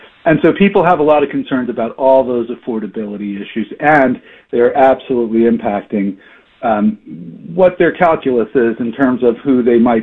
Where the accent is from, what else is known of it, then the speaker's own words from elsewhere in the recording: United States; As an American